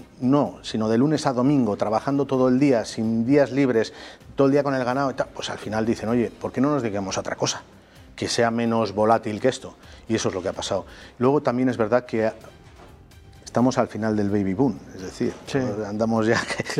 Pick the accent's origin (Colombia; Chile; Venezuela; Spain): Spain; Burgos, Castile and León; que es mi provincia, Burgos. Yo vivo en Burgos